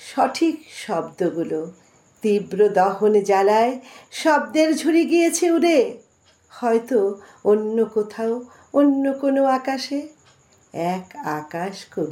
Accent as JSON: {"language": "Bangla", "town": "Jalpaiguri", "region": "West Bengal", "country": "India", "moved": "yes", "said": "আমাদের বাড়ি ছিল জলপাইগুড়িতে, ওখানে আমার বাবা রেলে কাজ করতেন, আসামে ছিলেন, কিন্তু আমাদের বাড়ি হচ্ছে জলপাইগুড়িতে। এখন তো আর নেই, বাবা মাও নেই।"}